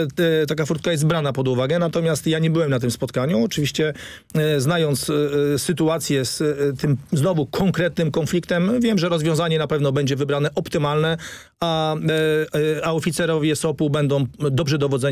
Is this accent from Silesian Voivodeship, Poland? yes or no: no; Grudziądz, Kuyavian-Pomeranian Voivodeship, Poland; ja jestem z Grudziądza